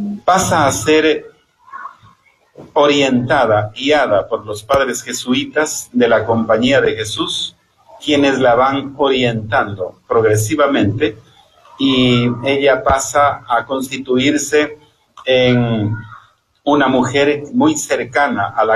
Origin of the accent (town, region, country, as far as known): Ecuador